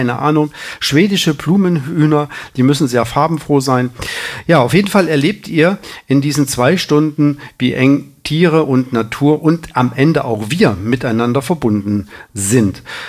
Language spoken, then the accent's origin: German; Thuringia, Germany; ich komme ja aus Thüringen